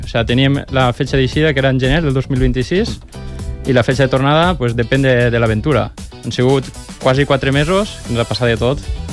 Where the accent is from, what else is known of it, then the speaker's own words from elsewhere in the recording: Benigànim, Valencian Community, Spain; Benigànim. Segurament es coneixeran per el poble de la Beata Inés de Benigànim.